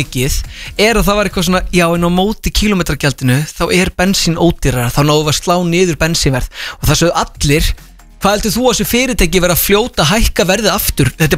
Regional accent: Vestmannaeyjar, Southern Region, Iceland; ég er frá Vestmannum.

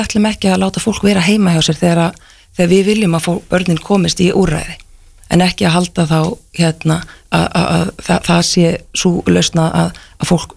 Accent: Seltjarnarnes, Capital Region, Iceland; ég hjóla ef þessa brú daglega sem Seltirningur

